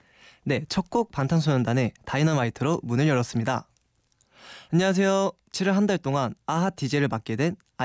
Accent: Daegu, South Korea; moved away; 전 대구에서 왔고요

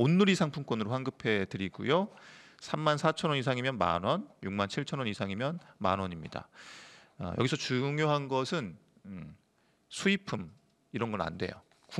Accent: Jeonju, North Jeolla, South Korea; moved away; 전주는 또 제가 전주 출신이라

